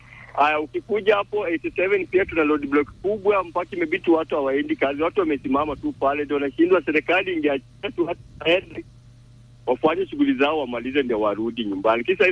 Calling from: Nairobi, Kenya; wa Kawangware.

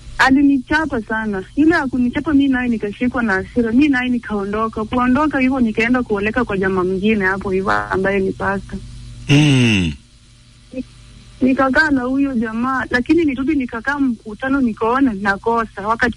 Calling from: Vihiga County, Kenya; natoka Vihiga County.

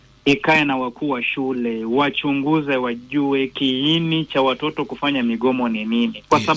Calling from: Malava, Kakamega County, Kenya

